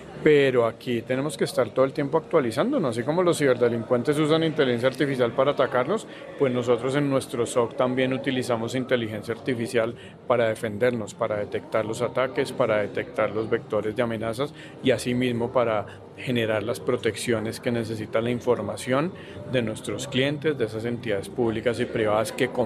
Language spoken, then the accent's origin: Spanish; Colombia; como ciudadanos, como colombianos